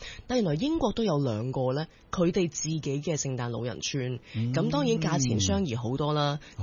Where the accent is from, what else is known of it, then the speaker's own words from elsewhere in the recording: Hong Kong; 我哋香港人